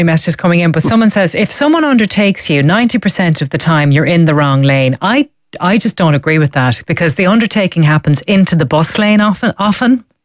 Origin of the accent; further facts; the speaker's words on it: Ireland; I'm originally from the East Coast of Ireland. I might have been overtaken once a week. I moved west and I'm overtaken six times a day